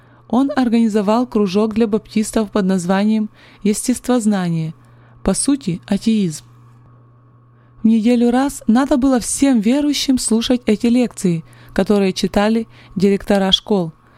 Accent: Kremenchuk, Poltava Oblast, Ukraine; Я сама с Украины, город Кременчуг, Полтавской области.

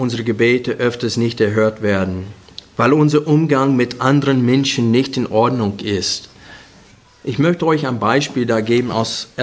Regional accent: Arkansas, United States; moved away as an adult; also born or lived in Chicago; Ich bin in Arkansas aufgewachsen, auf dem Land.

